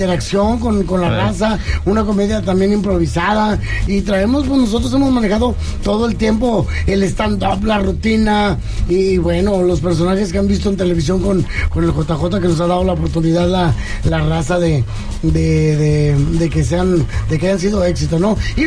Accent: Chile; Oye, muy contento de estar pisando mi tierra

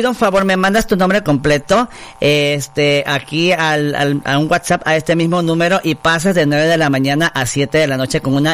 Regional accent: Tuxtla Gutiérrez, Chiapas, Mexico; yo soy de Terán también.

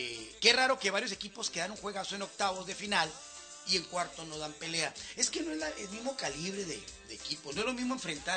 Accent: Mexico

